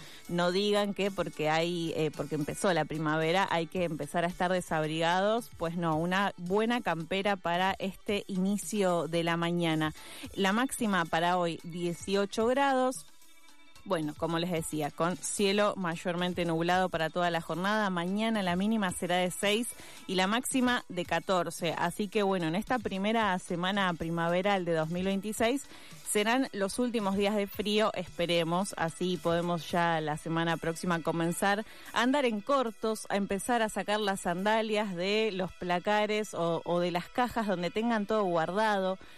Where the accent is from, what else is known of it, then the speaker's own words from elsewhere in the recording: Avellaneda, Buenos Aires Province, Argentina; les avellanedenses de donde soy parte.